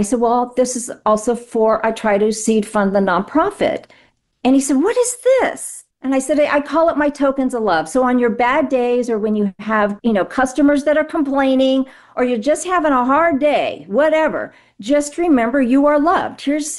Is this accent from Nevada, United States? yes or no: yes; Las Vegas, Nevada, United States; Yeah, I'm from Vegas.